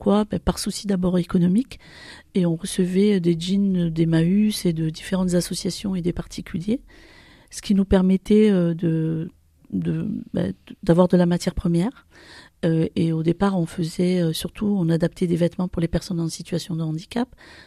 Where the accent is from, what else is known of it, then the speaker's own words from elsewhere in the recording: Avignon, Provence-Alpes-Côte d'Azur, France; moved away as an adult; now in Marseille, France; je suis originaire d'Avignon, et sur Avignon, j'ai travaillé une trentaine d'années en mission locale.